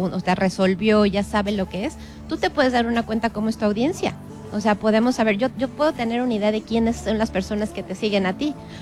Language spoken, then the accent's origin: Spanish; Mexico; Por ejemplo, ¿cómo somos los mexicanos? Uh-huh. Somos como un jarrito de tlaquepaque.